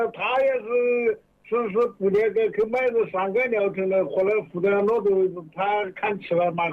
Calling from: Jingmen, Hubei, China; 我金门城关的。

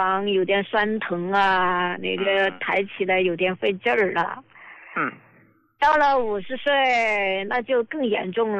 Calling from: Chongqing, China; 我是重庆这边的患者。

